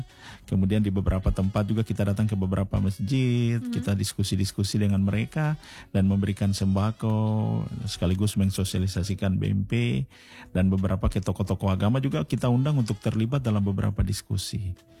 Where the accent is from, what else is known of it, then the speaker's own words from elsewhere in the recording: Fakfak, West Papua, Indonesia; Jadi kebetulan kami dari Fakfak kan dari selatan juga Fakfak. Kita sudah terbiasa dengan satu batu tiga tungku dan lain sebagainya, dan itu menjadi kekayaan kita sebenarnya untuk hari ini, ya.